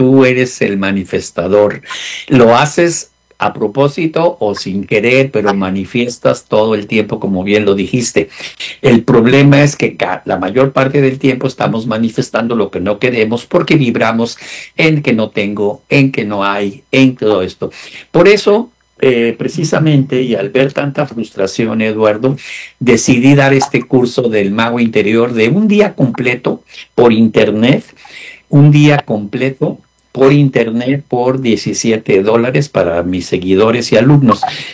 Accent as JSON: {"language": "Spanish", "country": "Mexico", "said": "Soy mexicano"}